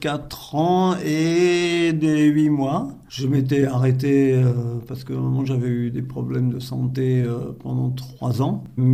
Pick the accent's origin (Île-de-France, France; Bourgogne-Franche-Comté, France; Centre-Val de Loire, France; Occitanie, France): Île-de-France, France; Gentilly; moved away as an adult; also born or lived in Paris / Alsace / Lorraine / Languedoc-Roussillon; Oui, je suis né à Paris et sinon, j'ai vécu à partir de 4 ans dans la très proche banlieue de Paris, là, Gentilly.